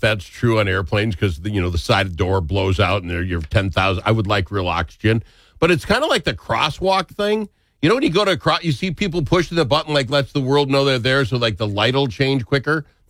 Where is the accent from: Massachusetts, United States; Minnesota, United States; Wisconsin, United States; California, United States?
Minnesota, United States; Minnesota.